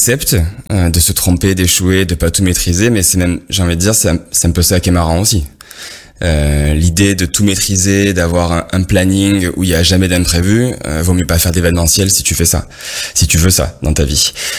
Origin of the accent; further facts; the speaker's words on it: Marseille, Provence-Alpes-Côte d'Azur, France; Marseille, c'est ma ville natale, c'est ma ville de cœur.